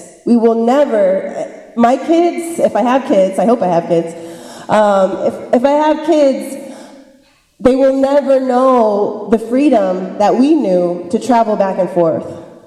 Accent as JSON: {"language": "English", "region": "Arizona", "country": "United States"}